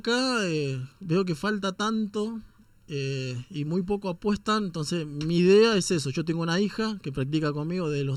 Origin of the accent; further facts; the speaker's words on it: Buenos Aires, Argentina; Mira, yo cuando vine acá, vengo de Buenos Aires, también soy bastante inquieto